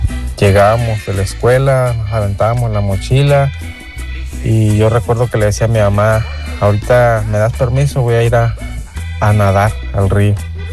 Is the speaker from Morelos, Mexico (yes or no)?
no; Chiapas, Mexico; Yo crecí en Chiapas, en un pueblito, en una colonia.